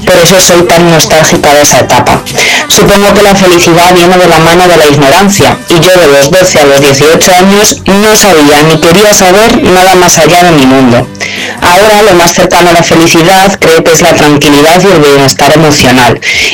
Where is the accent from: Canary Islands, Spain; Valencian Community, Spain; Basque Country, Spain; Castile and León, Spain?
Castile and León, Spain; Macotera